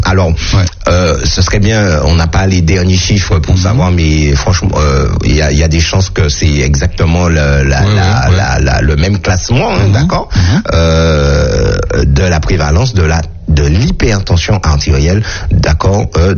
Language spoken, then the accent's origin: French; Martinique; chez nous en Martinique